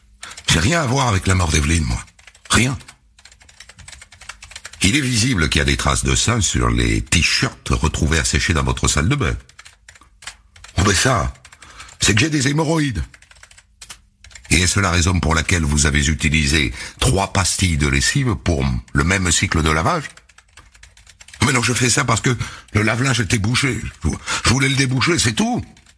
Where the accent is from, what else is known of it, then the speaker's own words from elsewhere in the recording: Martinique; On voulait aller vivre tous les deux chez moi, en Martinique